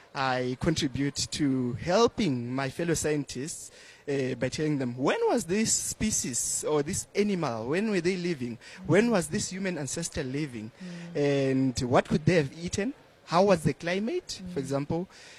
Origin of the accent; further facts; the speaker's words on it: Soweto, Gauteng, South Africa; You know, I'm a Soweto born, raised, you know, born and raised in Soweto.